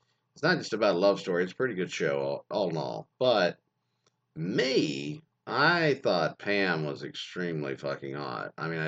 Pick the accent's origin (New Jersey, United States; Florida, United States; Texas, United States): Texas, United States; I can say that because I'm from Texas, so here we know about the rodeo-yoing.